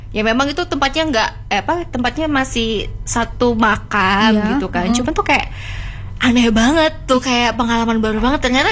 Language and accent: Indonesian; Palopo, South Sulawesi, Indonesia; Mungkin karena aku dari Palopo gitu ya.